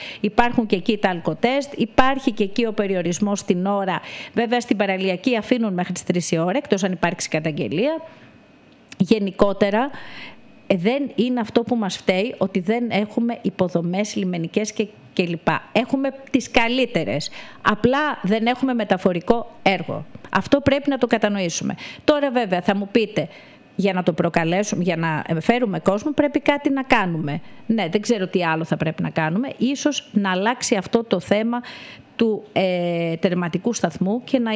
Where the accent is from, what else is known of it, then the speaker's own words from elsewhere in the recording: Samos, North Aegean, Greece; έχω ακούσει τόση γκρίνια για το νησί μου